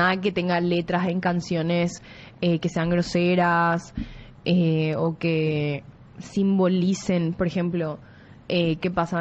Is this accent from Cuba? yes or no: no; Paraguay; para mí, que soy paraguaya